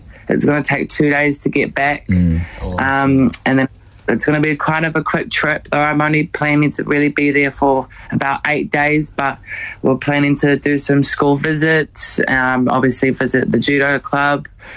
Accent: Gisborne, New Zealand; Yeah, I'm so proud to come from Tairāwhiti, and my growing up in Gizeh, it was a simple life.

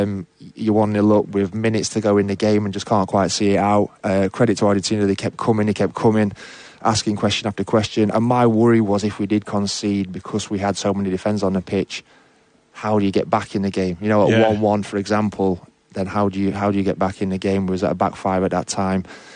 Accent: Sheffield, Yorkshire and the Humber, United Kingdom; I'm a Yorkshireman.

